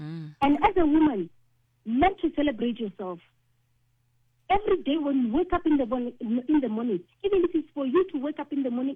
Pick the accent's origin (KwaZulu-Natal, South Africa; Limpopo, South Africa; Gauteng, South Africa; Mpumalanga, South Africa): Limpopo, South Africa; I come from the Tubatsefetakgomo municipality, where they normally used to call it Ausumpo, that is a platinum city